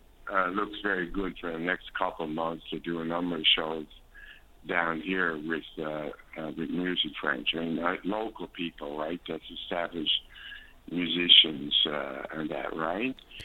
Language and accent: English; Placentia, Newfoundland and Labrador, Canada; my hometown, Point Presentia, very beautiful body ocean